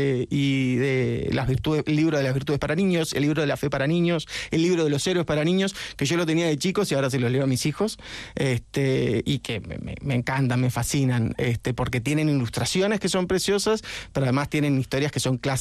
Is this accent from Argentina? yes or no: yes; Argentina; como argentino que siempre pude entrar en Chile